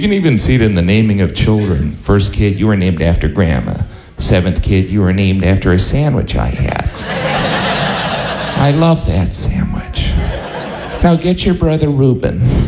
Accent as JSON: {"language": "English", "region": "Indiana", "country": "United States", "tie": "born or raised there", "said": "I am from Indiana, and I know what most of you are thinking. Indiana Mafia. But where I grew up, there was something very similar to the Mafia, 4-H."}